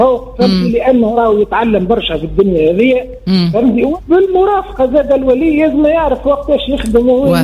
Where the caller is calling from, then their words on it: Sfax Governorate, Tunisia; نتكلم فيك من الغريبه.